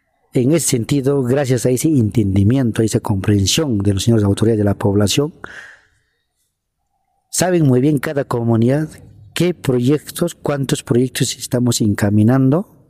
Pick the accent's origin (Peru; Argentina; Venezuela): Peru; porque yo soy de Yuricancha